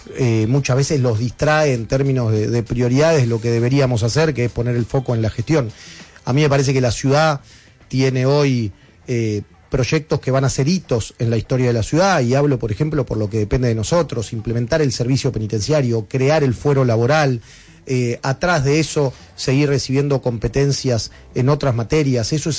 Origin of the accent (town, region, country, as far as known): Buenos Aires, Argentina